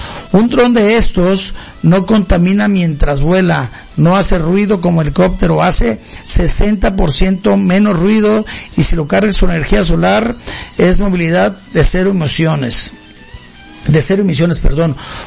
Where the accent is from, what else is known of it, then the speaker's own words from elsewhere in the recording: Mexico; Y usted se preguntará, ¿y México? Y nosotros como mexicanos, ¿cuál es nuestra expectativa en este segmento, en este sector?